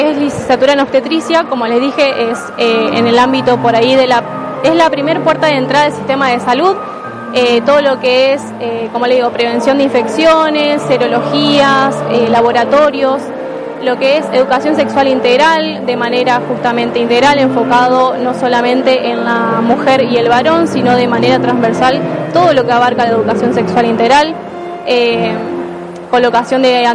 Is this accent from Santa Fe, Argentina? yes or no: yes; Sunchales, Santa Fe, Argentina; yo estudio en la sede Rafaela Sunchales, particularmente yo soy de Sunchales